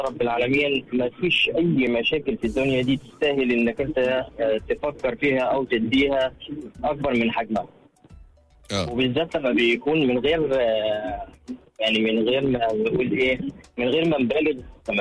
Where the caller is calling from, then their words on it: Port Said Governorate, Egypt; انا جاي من بورسعيد